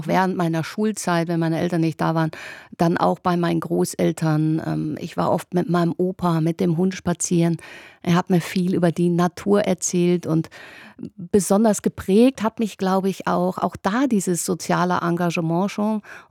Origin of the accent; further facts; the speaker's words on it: Münster, North Rhine-Westphalia, Germany; born there; Genau, in Münster, genau.